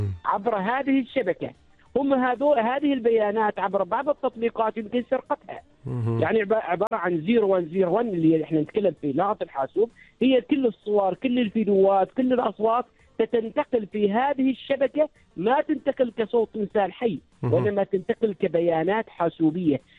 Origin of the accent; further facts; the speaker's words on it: Oman; والأهم عندنا نحن كعمانيين